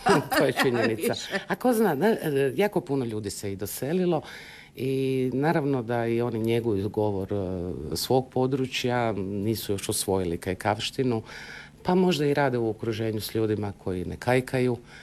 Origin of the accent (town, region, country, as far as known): Zagreb, City of Zagreb, Croatia